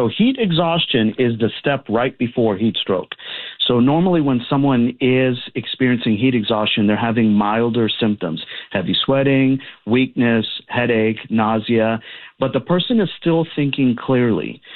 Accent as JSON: {"language": "English", "town": "Arlington", "region": "Texas", "country": "United States", "tie": "born there", "said": "I was born here in Arlington, Texas, And I still, after 40 plus years, I'm still experiencing discomfort in the summer heat."}